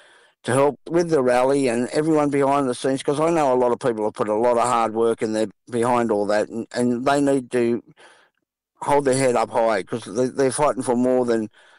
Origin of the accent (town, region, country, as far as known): Sydney, New South Wales, Australia; born or raised there